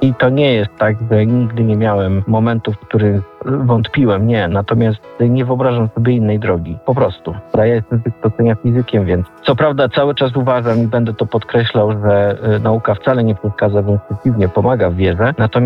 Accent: Poznań, Greater Poland Voivodeship, Poland; now in Warsaw, Poland; Pochodzę z Poznania, ale mieszkam w Warszawie.

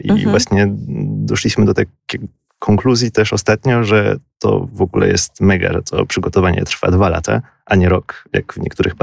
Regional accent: Lower Silesian Voivodeship, Poland; moved away as an adult; now in Warsaw, Poland; ja w ogóle jestem z Dolnego Śląska

